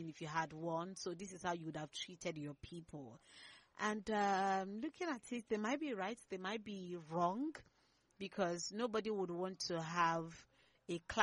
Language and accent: English; Abia, Nigeria; I'm not from Ola, I'm from Abia State.